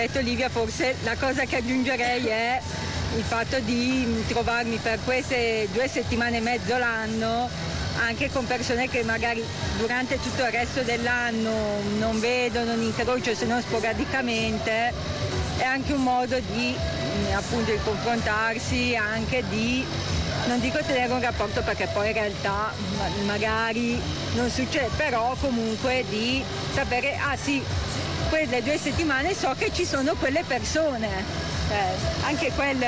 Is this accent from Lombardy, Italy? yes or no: yes; Desenzano del Garda, Lombardy, Italy; ho 33 anni e vengo da Desenzano.